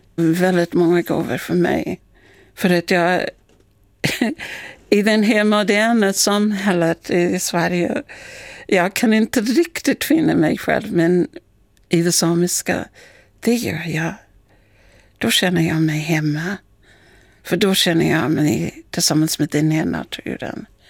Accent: New Zealand; Swedish is a second language; now in Deje, Sweden; Man ser att jag är någonting annat. Jag är annorlunda. Jag är inte bara en svensk invandrare. Jag har lite utmärkelse genom att jag har ett tatuering på min ansikte.

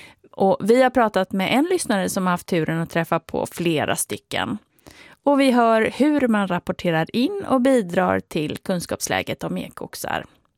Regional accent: Gothenburg, Västra Götaland County, Sweden; accent: Gothenburg dialect (göteborgska); Jag kände hur min göteborgska trängde igenom på R-et där.

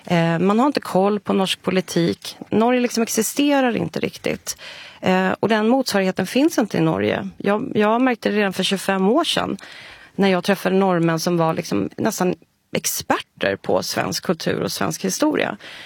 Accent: Sweden; även jag var en pompös svensk.

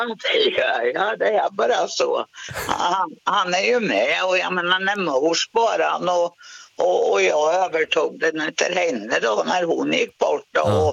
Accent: Östergötland, Sweden; Anna, jag är ju östgöte från början, men jag har flyttat upp hit sedan 2011.

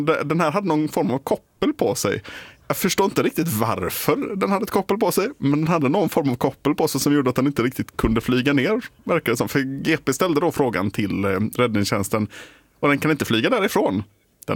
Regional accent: Gothenburg, Västra Götaland County, Sweden; Det är samma område där jag är född och uppväxt faktiskt, just Kortedala.

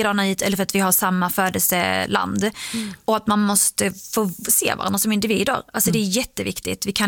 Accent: Skåne, Sweden; also born or lived in Iraq

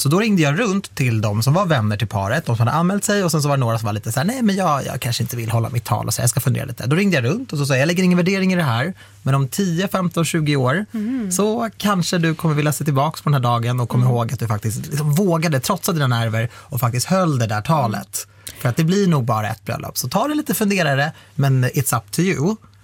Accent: Iran; Ja, jag är ju iranier.

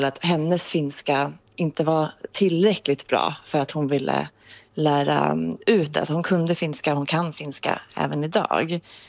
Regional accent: Sweden; Och så säger jag Sverige. Och då kommer följdfrågan, var är dina föräldrar ifrån då? Och då blir det ju Finland.

